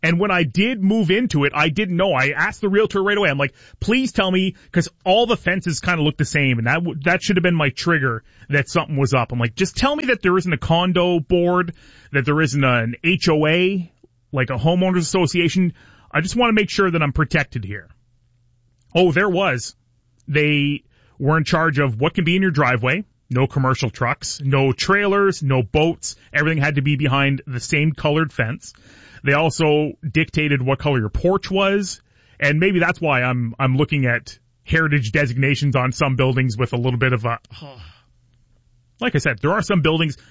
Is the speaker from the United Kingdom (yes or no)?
no; Belle River, Ontario, Canada; Like I was mentioning, I grew up in Bell River or in Puce, and Bell River High School still has a few more years till they hit their 100th year